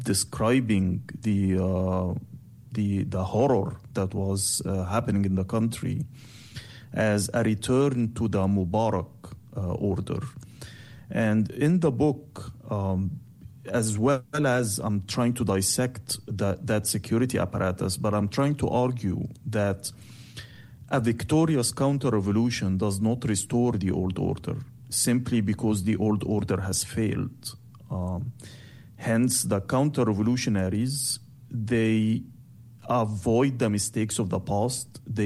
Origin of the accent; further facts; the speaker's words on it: Cairo, Cairo Governorate, Egypt; moved away as an adult; now in Berlin, Germany; I was born in Cairo, raised in Cairo, lived most of my life in Cairo till I had to leave it in 2015